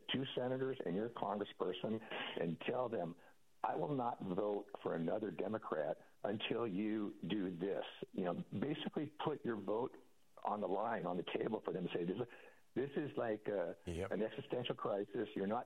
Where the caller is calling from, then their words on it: California, United States; because I'm from California.